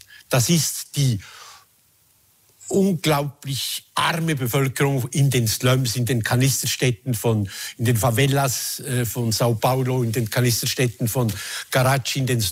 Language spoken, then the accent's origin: German; Switzerland; Ich bin in der Schweiz aufgewachsen.